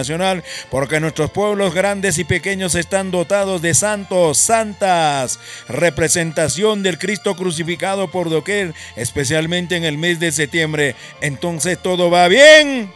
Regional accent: Collahuasi, Peru; now in Huaraz, Peru; En mi tierra, mañana 28, 29, 30 en Collahuasi, el 1 de octubre, 4 días de fiesta.

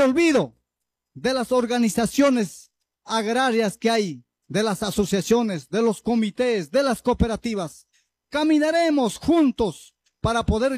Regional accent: Pichanaqui, Junín, Peru

